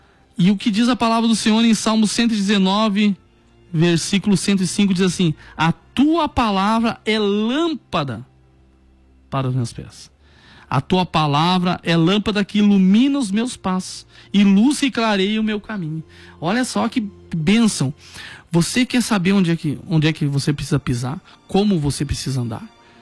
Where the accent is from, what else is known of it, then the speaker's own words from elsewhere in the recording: Brazil; nós, como brasileiro